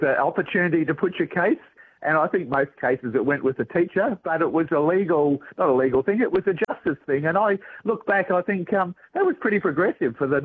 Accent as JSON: {"language": "English", "town": "Wollongong", "region": "New South Wales", "country": "Australia", "tie": "born or raised there", "also_born_or_lived": "Northern Territory", "moved": "as an adult", "said": "I grew up in Wollongong, and Though I fled to the territory when I was 22 and stayed for 40 years because I loved it so much."}